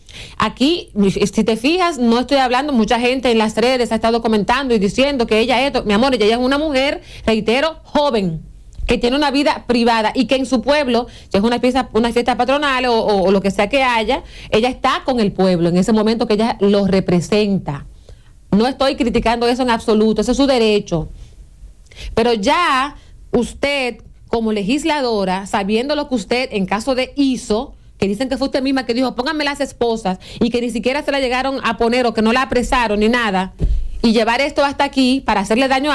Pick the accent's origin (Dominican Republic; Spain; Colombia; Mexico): Dominican Republic; nosotros como dominicanos